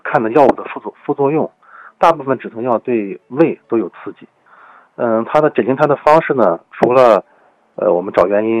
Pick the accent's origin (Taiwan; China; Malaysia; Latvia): China; 其实封闭这个词儿，你像我们中国人起名字是很有意义的。